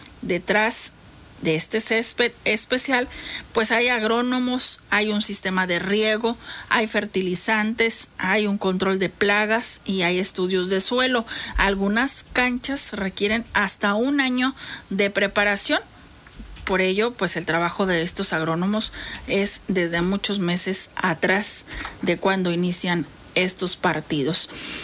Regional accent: Mexico; En nuestro país, México

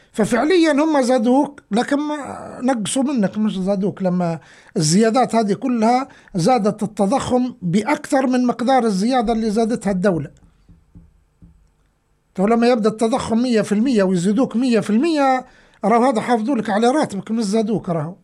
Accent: Libya; هو ليبي واني ليبي اعطيني زيه

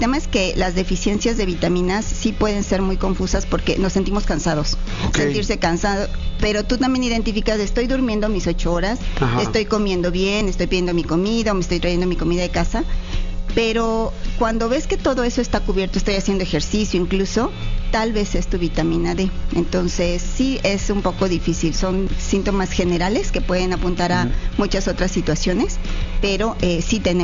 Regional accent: Mexico

